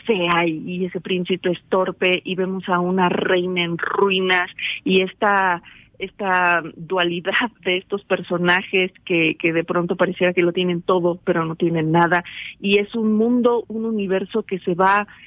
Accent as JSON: {"language": "Spanish", "country": "Mexico", "said": "Vivimos la tragedia, pero al mismo tiempo nos burlamos de la tragedia como buenos mexicanos y mexicanas que somos, ¿no?"}